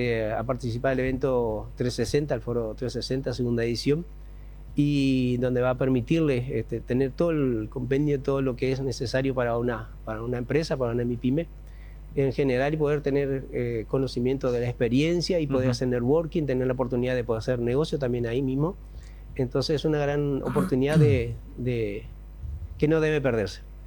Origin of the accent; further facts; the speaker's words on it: Uruguay; moved away as an adult; now in Paraguay; Ya soy más paraguayo que uruguayo.